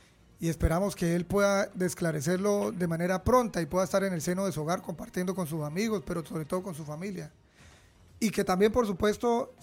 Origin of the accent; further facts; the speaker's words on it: Arauquita, Arauca, Colombia; soy un hijo de Arauquita y por ello me conocen